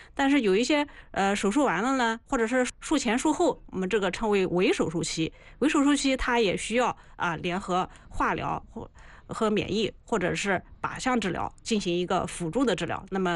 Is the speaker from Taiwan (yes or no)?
no; China; 我们中国人